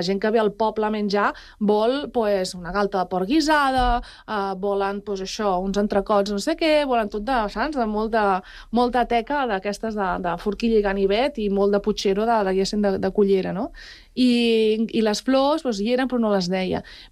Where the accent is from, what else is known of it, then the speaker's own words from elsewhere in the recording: Palau-sator, Catalonia, Spain; sóc de Palau-sator, i ara ho dic ben alt, no? I sóc de pagès.